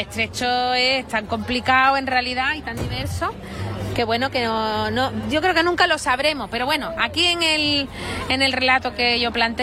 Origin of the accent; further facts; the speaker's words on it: Algeciras, Andalusia, Spain; más crítica con cómo somos la gente de Algeciras